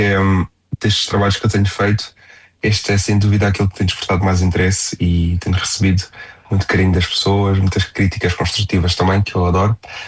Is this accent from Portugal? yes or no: yes; Portugal; eu sei que tu és português, eu também